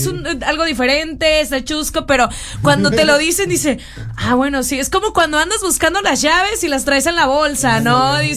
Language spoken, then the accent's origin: Spanish; Mexico; una rola que nos identificó a todos los mexicanos, porque en México somos todos.